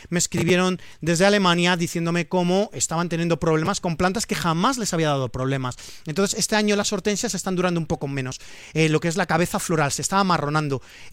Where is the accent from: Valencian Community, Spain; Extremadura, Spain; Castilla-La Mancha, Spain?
Valencian Community, Spain